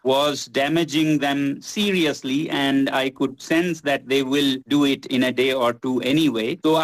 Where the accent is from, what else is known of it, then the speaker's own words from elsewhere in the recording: Ladakh, India; Normally, because I come from Ladakh, where there were protests